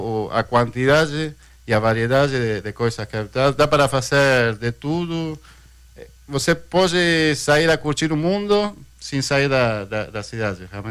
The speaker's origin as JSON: {"language": "Portuguese", "region": "Buenos Aires", "country": "Argentina", "second_language": "Portuguese", "lives_now": "São Paulo, Brazil", "said": "Olha, é que eu sou de Buenos Aires, Argentina."}